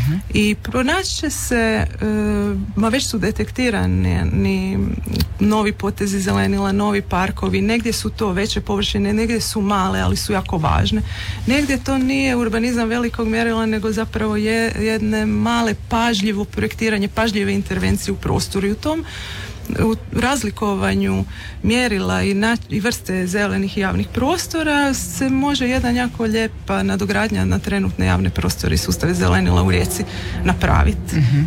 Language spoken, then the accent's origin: Croatian; Kostrena, Primorje-Gorski Kotar County, Croatia; also born or lived in Zagreb; Tako je, ja sam iz Kostrene.